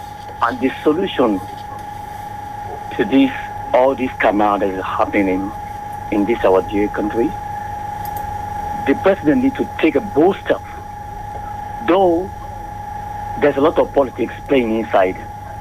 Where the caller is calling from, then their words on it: Amsterdam, North Holland, Netherlands; from Amsterdam.